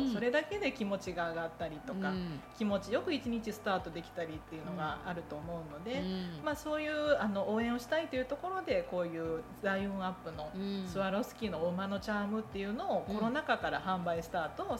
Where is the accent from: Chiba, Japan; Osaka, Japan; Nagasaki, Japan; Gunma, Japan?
Osaka, Japan; born there; 私はもう日本で大阪で生まれましたので、はい、中国語が喋れない中国人。